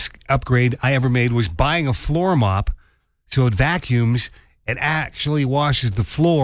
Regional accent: Canada; As a Canadian

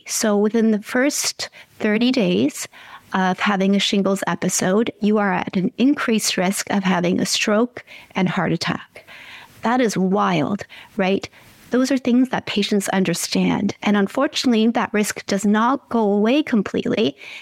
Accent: Ontario, Canada; Well, I hail from Ontario, where it is still winter, unfortunately.

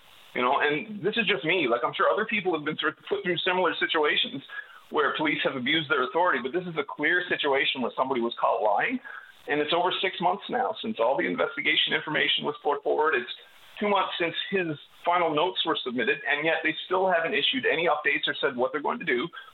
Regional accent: Goose Bay, Newfoundland and Labrador, Canada; I'm from Goose Bay, Labrador.

